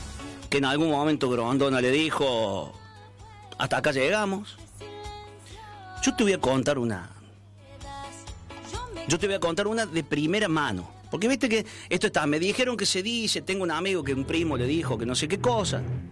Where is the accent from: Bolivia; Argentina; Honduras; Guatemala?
Argentina; Siempre somos los argentinos, somos pocos llorones también.